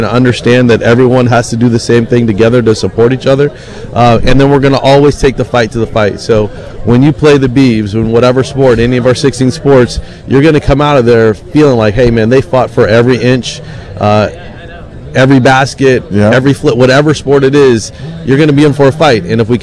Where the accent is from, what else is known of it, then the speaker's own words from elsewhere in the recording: Pacific Northwest, United States; I grew up in the Pacific Northwest